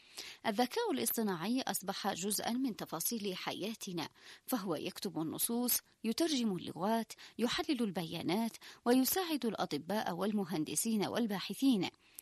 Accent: Yemen; ومع توسع استخدام الإنترنت والخدمات الرقمية في بلادنا اليمن

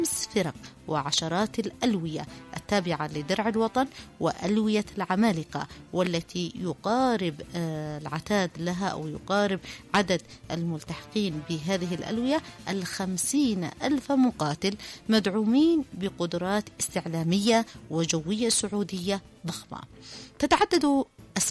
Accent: Yemen; لمحور المقاومة الذي متمثل في بلادنا اليمن على باب المندب

